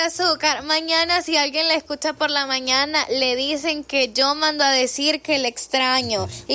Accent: Santa Tecla, La Libertad, El Salvador; moved away; Saluditos allá a mi pueblo, a mi tierra

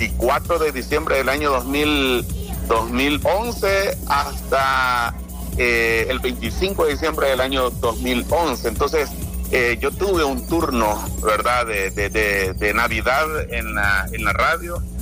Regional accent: Usulután, El Salvador; yo soy de acá de Usulután, pero yo soy originario de Usulután y desde Usulután viajaba hasta San Miguel

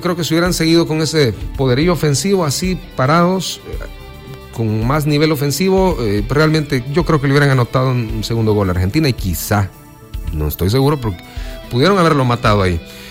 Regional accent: El Salvador

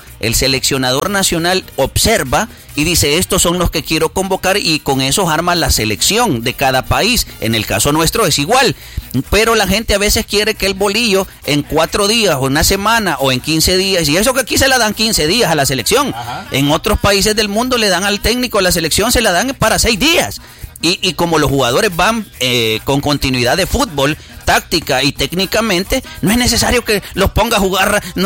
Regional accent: El Salvador; soy salvadoreño, apoyo a la selecta

